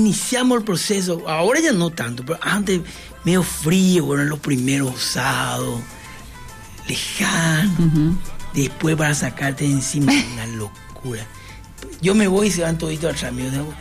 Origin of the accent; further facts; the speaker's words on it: Encarnación, Itapúa, Paraguay; yo nací en Encarnación, siempre digo eso, para mí es una virtud.